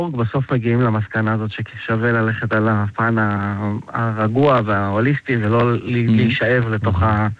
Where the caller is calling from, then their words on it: Tel Mond, Central District, Israel; אני תלמונד.